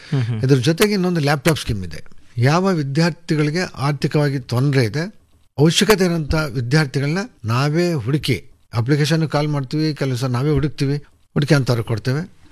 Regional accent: Bengaluru, Karnataka, India; ಬೆಂಗಳೂರು ಮಲ್ಲೇಶ್ವರದಲ್ಲೇ ಹುಟ್ಟಿ ಬೆಳೆದವನು. ತಾತ ಮುತ್ತಾತನ ಜಾಗ ನೆಲಮಂಗಲ ತಾಲೂಕಿನ ತ್ಯಾಮಗಂಡ್ಲು. ಸುಮಾರು 130-140 ವರ್ಷಗಳಿಂದೇನೆ ಬೆಂಗಳೂರಿಗೆ ನಮ್ಮ ತಾತವರೇ ಬಂದು ಸೆಟ್ಲ್ ಆಗಿದ್ದು. ಅಲ್ಲೇ ಹುಟ್ಟಿ ಬೆಳೆದಿದ್ದು

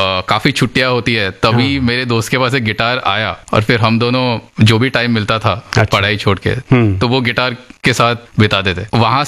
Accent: Mumbai, Maharashtra, India; बचपन में तो मैं मुंबई में ही था, मेरे पापा हिंदुस्तान पेट्रोलियम में इंजीनियर थे

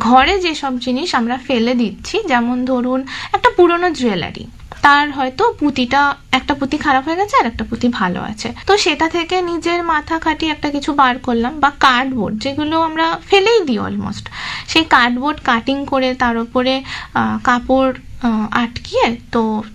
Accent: Howrah, West Bengal, India; আমি যেহেতু হাওড়ায় থাকি, আমার বাড়ি হাওড়া

